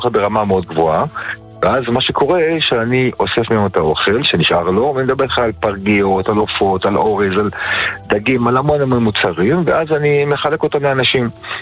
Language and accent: Hebrew; Jerusalem, Jerusalem District, Israel; אני בא מבית של, בוא נקרא לזה בית מצוקתי. היינו שבעה אחים, שתי חדרים, באזור גבול מאה שערים מוסררה